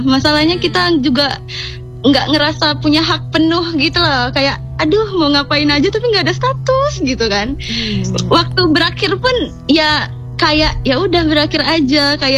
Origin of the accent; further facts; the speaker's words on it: Rajabasa, Lampung, Indonesia; Gue dari Raja Basa.